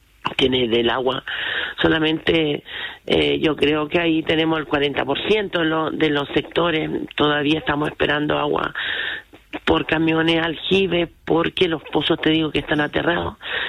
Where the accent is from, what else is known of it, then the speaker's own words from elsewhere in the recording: Chile; En Quilitapia, mi pueblo